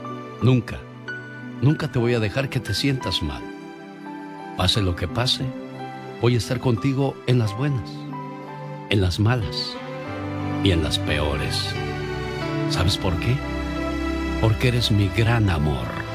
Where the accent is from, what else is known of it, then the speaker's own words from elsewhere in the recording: Mexico; Pero bueno, nosotros como buenos mexicanos vamos a aguantar a base de nuestro trabajo y esfuerzo.